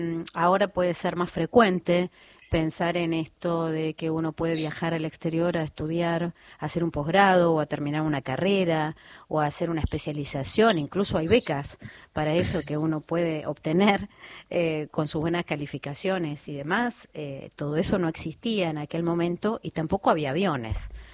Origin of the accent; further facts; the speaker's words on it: Argentina; todos los argentinos celebramos con la unidad